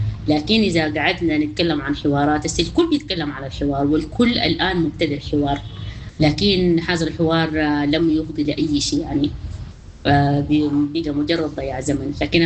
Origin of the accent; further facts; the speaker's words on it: Sudan; لنا نحن كشعب سوداني